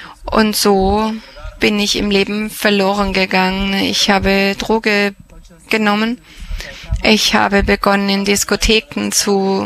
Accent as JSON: {"language": "German", "country": "Croatia", "said": "ich bin Kroate und bin 23 Jahre alt."}